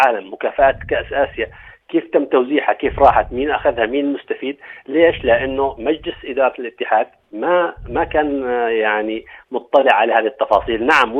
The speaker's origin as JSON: {"language": "Arabic", "country": "Jordan"}